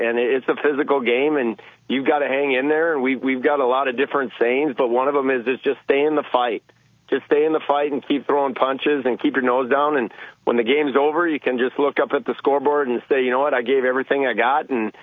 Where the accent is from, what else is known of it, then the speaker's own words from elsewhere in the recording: Bismarck, North Dakota, United States; my hometown of Bismarck